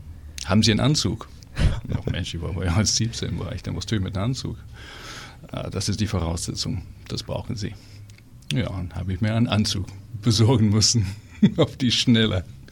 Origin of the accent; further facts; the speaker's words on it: England, United Kingdom; German is a second language; moved away as an adult; also born or lived in Heidelberg / France / Switzerland / United States; now in Eisenach, Germany; Und zwar im Süden von England.